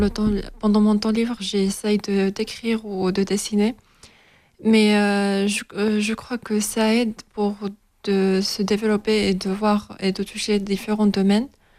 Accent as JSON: {"language": "French", "town": "Tarragona", "region": "Catalonia", "country": "Spain", "tie": "born or raised there", "second_language": "French", "said": "je suis née en Tarragone en 2001. Et après, là-bas, j'ai fait des études dans un village qui s'appelle El Morell."}